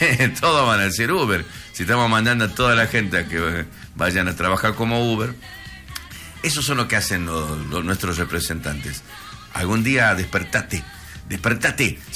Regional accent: Campo Santo, Salta, Argentina; De mi querido pueblo Camposanto, donde nací, me crié

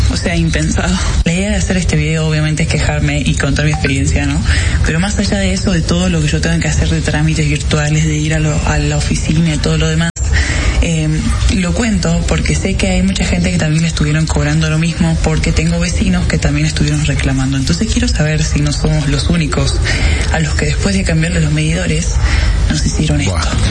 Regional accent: Salta, Argentina; Amigos, es una locura. Yo soy de Salta Capital. Yo sé que en otros lugares también se paga aproximadamente eso.

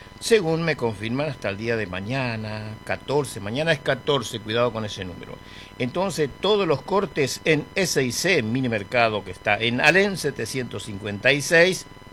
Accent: Presidencia de la Plaza, Chaco, Argentina; un pueblo del Chaco, a la vera de la ruta 16, 15 kilómetros de mi pueblo Presidencia de la Plaza.

